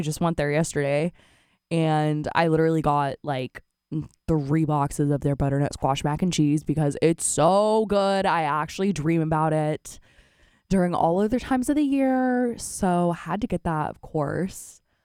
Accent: South Bay, California, United States; now in Davis, United States; I'm originally from the South Bay, so not as hot as it is up here, but a little more temperate throughout the year.

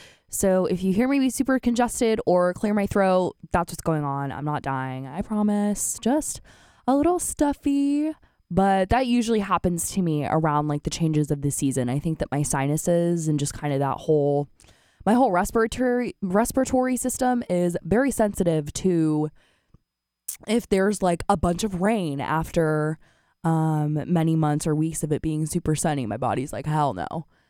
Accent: South Bay, California, United States; now in Davis, United States; I'm originally from the South Bay, so not as hot as it is up here, but a little more temperate throughout the year.

